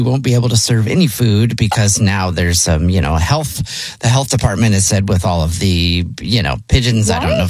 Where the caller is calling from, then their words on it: Manor, Texas, United States; I'm calling from Manor.